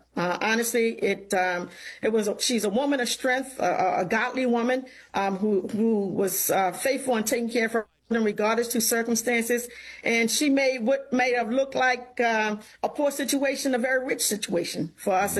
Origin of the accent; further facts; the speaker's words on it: Richmond, Virginia, United States; Certainly, I'm from Richmond, Virginia.